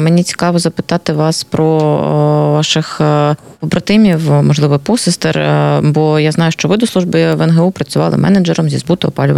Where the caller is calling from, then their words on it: Kharkiv, Kharkiv Oblast, Ukraine; як росіяни там атакують Харків. Але оскільки я живу на околиці, я знаю, бо я чую, що дуже багато шахедів не долітає